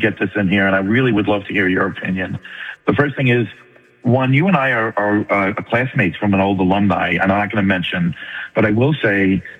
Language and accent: English; New York, United States; moved away; I am from New York, and I was going to say to Linda, don't ever lose that accent.